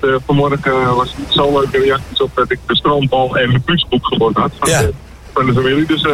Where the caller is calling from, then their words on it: Vinkeveen, Utrecht, Netherlands; Ik kom zelf uit Vinkerveen, dus we hebben water genoeg om ons heen.